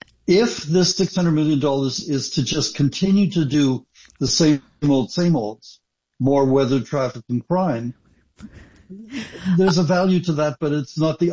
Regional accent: Canada; This is the dilemma that we as Canadians have found ourselves in.

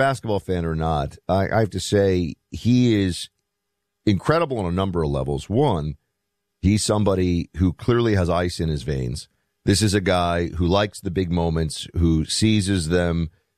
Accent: New York, United States; So I look at this guy, not just as a New Yorker

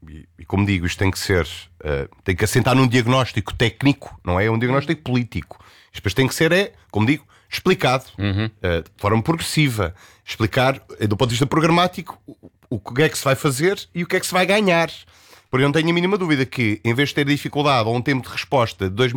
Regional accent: Beira Baixa, Portugal; na minha terra, que eu sou da zona da Beira Baixa

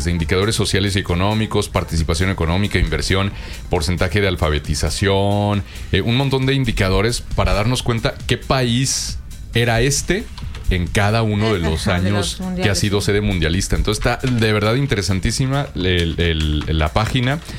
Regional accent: Mexico; Por supuesto, soy súper mexicano, orgulloso de ser mexicano

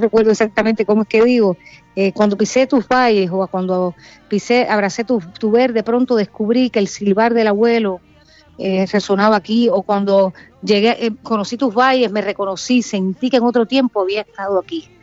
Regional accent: Cuba; now in Spain; mi tierra natal, a Cuba, a mi Cuba.

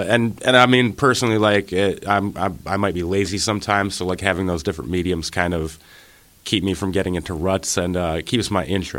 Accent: Ohio, United States; I'm from Cleveland. I grew up outside of Cleveland in a really small little town right on Lake Erie, which I'm living back in again now.

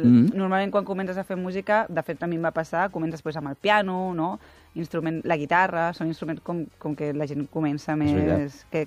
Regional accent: Barcelona, Catalonia, Spain; Al Raval, sí, jo soc del Raval, vaig començar allà.

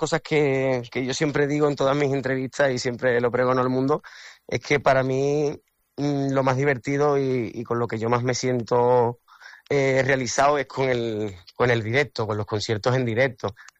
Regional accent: Cádiz, Andalusia, Spain; yo soy de Cádiz, imagínate, el humor de nosotros y ese sarcasmo, ese punto, como tú dices, ¿no?, de improvisar, siempre lo tenemos dentro.

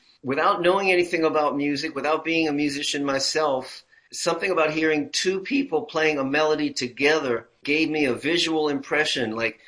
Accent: Berkeley, California, United States; also born or lived in New York City; I grew up here in Berkeley, California. I was born in New York City. My family migrated westward, and we settled into our family home, where I now speak to you from, in 1968, when I was five.

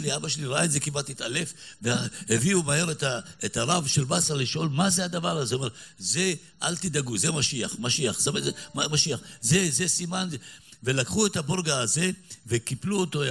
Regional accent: Petah Tikva, Central District, Israel; born there; also born or lived in Basra, Iraq; כשהיו אומרים לי, תגיד, אתה סברי? הייתי ישר משקר ואומר, כן, כן, כן, אני סברי. במיוחד פה בפתח תקווה, כשכולם לא היו כל כך סברים, אבל אני אמרתי, אני סברי.

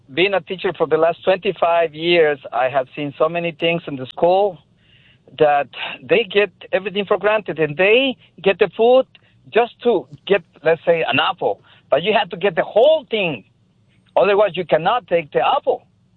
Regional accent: Mexico; English is a second language; I come from Mexico, and getting a pencil, I took care of it until I was almost done with it.

